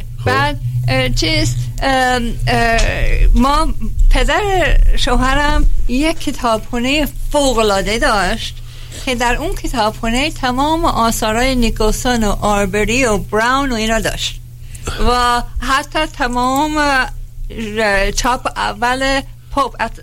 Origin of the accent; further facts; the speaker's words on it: Shiraz, Fars, Iran; همشهری، بله همشهری. من هم شیرازی هستم مثل شما.